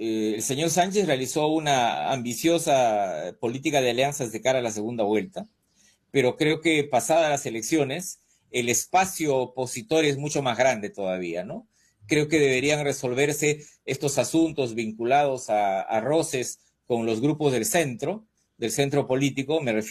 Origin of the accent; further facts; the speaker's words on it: Huánuco, Peru; en el Alto Gualiaga y Huánuco, que es de donde yo vengo.